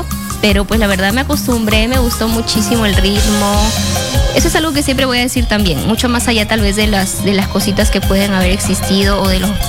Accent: Chiclayo, Lambayeque, Peru; Del mismo Chiclayo.

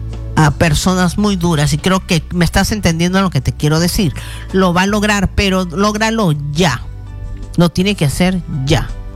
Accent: Peru; now in Ecuador; para mi Perú, porque soy peruana

